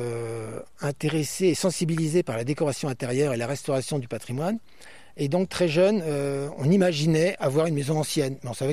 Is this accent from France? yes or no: yes; Paris, Île-de-France, France; born there; now in Brittany, France; moi je suis né à Paris, parce que mon père travaillait à Paris aux arts décoratifs